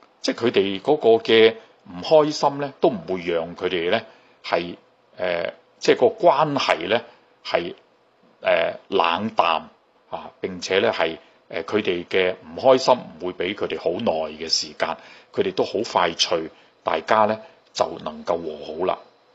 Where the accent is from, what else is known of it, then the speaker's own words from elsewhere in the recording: China; 咁呢我哋中國人都有句說話講，家家有本難念的經。